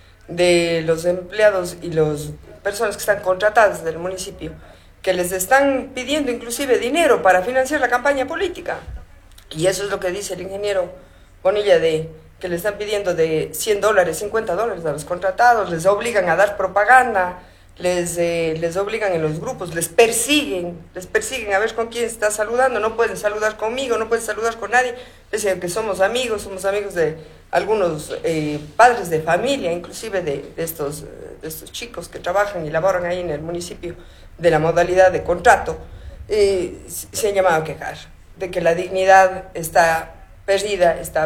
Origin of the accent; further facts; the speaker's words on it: Azogues, Cañar, Ecuador; Somos una ciudad andina, pues, somos de los Andes.